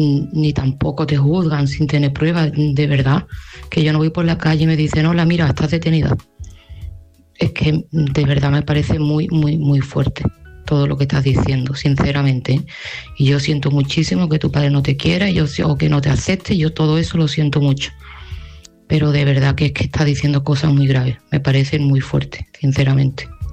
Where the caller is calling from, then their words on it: Seville, Andalusia, Spain; de Sevilla